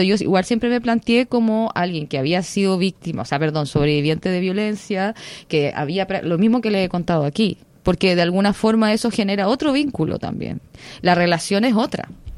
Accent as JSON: {"language": "Spanish", "country": "Chile", "said": "yo vengo de Chile"}